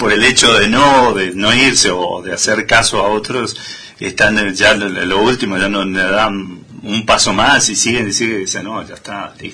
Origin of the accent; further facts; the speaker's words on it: Argentina; se nos identificó un poquito más como argentinos